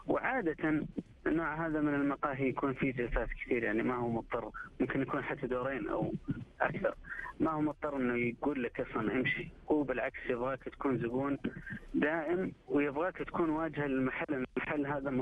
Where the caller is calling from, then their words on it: Riyadh, Riyadh Province, Saudi Arabia; من الرياض.